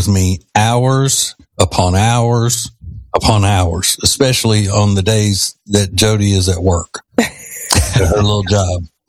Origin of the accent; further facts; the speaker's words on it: the South, United States; accent: thick Southern; someone who has a thick Southern accent like I do.